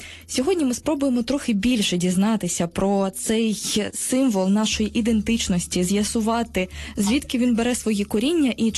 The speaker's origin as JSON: {"language": "Ukrainian", "town": "Kharkiv", "region": "Kharkiv Oblast", "country": "Ukraine", "tie": "born there", "said": "я народилася на Східній Україні, в Харкові"}